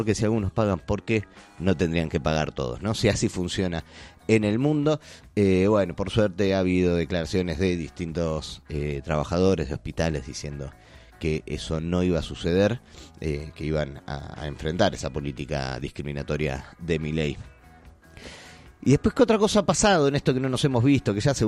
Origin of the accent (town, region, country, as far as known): Argentina